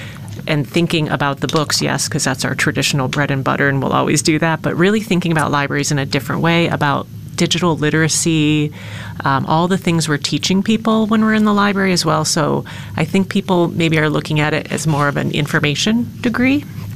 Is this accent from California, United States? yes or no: no; Forestville, New York, United States; moved away as an adult; also born or lived in Boston / Minneapolis / Seattle; now in Buffalo, United States; I grew up in Chautauqua County in a very tiny town called Forestville, and graduated from SUNY Fredonia as well with a business degree. So I've been in the area. I grew up in the area, but I've been away for about 25 years